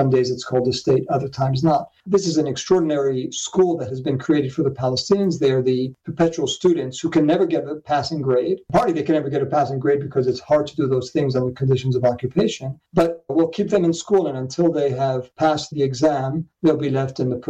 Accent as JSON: {"language": "English", "country": "United States", "said": "I'm an American official"}